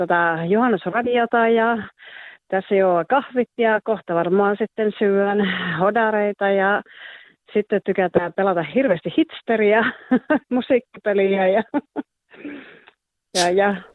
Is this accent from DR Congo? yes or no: no; Sweden; now in Finland; sit mä oon Ruotsista kotoisin, että haluan laittaa mun siskolle ja Tarulle, Jonnalle ja kaikille sukulaisille sinne